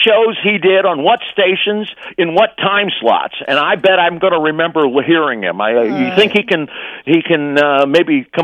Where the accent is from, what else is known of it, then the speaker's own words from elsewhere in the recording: St. Louis, Missouri, United States; growing up in St. Louis, I never got to hear his show